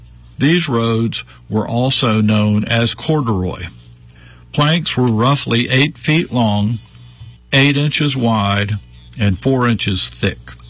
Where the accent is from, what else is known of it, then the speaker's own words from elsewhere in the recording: the South, United States; Growing up in the South in the 1950s and 60s